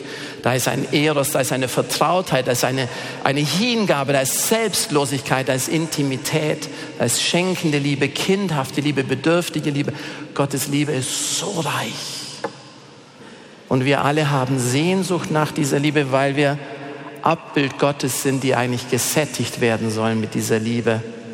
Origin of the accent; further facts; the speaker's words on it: Bavaria, Germany; Und wenn du irgendwo hier in Bayern, ich komme aus dem Allgäu, gehst du ins Allgäu